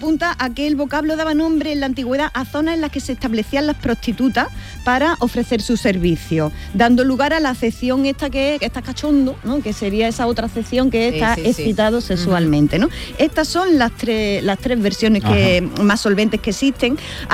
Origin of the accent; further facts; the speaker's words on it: Jaén, Andalusia, Spain; Yo como soy de Jaén